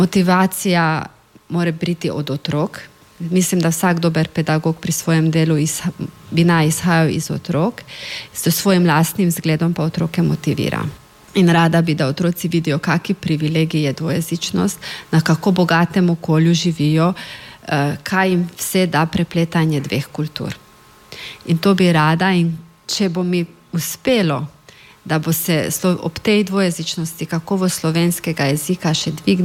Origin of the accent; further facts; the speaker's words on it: Mura, Slovenia; Po narodnosti sem tudi Madžarka. Državljanstvo imam slovensko, moj materni jezik je slovenski, sem pa po narodnosti Madžarka. Živela sem v dvojezičnem okolju, v dvojezični družini.